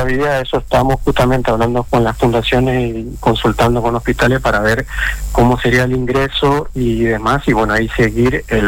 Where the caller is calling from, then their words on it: Puerto Tirol, Chaco, Argentina; Nosotros somos de Chaco, somos sí. de la localidad de Puerto Tirol